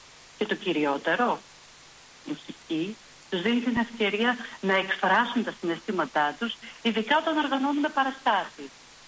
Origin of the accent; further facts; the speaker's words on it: Larissa, Thessaly, Greece; Μεγάλωσα λοιπόν στη Λάρισα, σε ένα σπίτι με πολλά μουσικά ερεθίσματα.